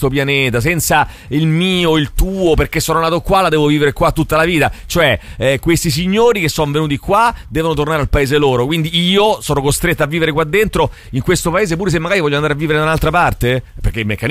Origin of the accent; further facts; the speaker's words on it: Rome, Lazio, Italy; now in Marche, Italy; io che sono romano, ma vivo 20 anni nelle Marche, poi devo tornare a vivere a Roma?